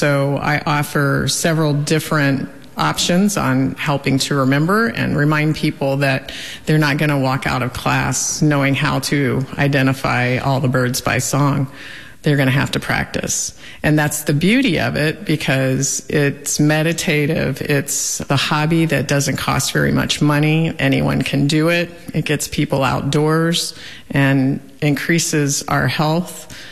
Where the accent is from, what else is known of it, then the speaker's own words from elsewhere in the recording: the South, United States; Well, I grew up in the South, so we have vegetation, heavy vegetation around at all times